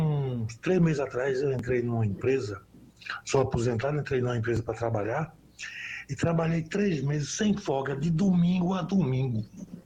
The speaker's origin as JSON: {"language": "Portuguese", "town": "Rio Doce", "region": "Minas Gerais", "country": "Brazil", "said": "sou aqui de Rio Doce. Tenho 66 anos"}